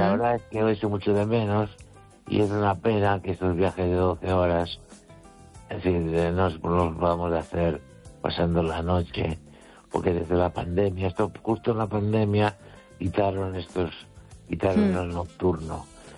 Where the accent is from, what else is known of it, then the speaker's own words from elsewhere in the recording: Galicia, Spain; Y mi pueblo está a unos 9 kilómetros o 8 de los Peares. Está en la altura de la montaña.